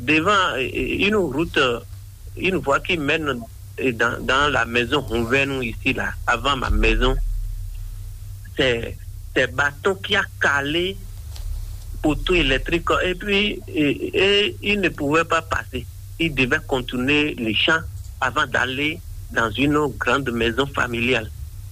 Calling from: Avrankou, Ouémé, Benin; Je suis à Vrancourt

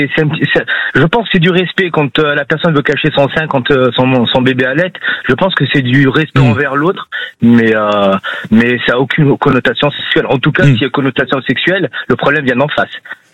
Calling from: Bordeaux, Nouvelle-Aquitaine, France; moi, j'habite à Bordeaux Centre.

